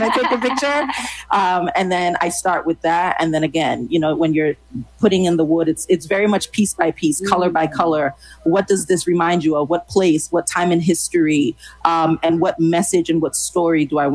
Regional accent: New York, United States; now in College Park, United States; I'm originally from, so my parents are from Haiti. I'm born and raised in New York State. Shout out to the Knicks. And I am now located in College Park, Maryland.

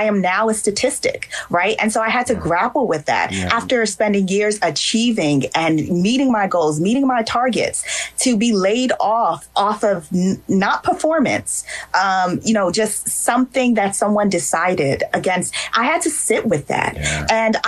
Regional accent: Nigeria; And I'm also a Nigerian. So I have to shout out, because yesterday was Nigerian Independence Day.

